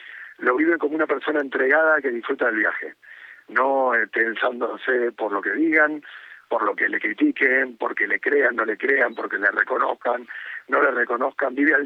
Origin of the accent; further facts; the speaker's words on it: Argentina; Encima, soy argentino y puedo seguir hablando una hora